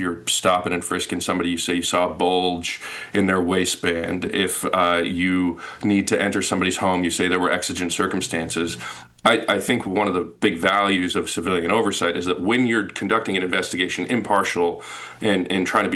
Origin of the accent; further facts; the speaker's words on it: Oakland, California, United States; And I grew up in Oakland, so I was like, no way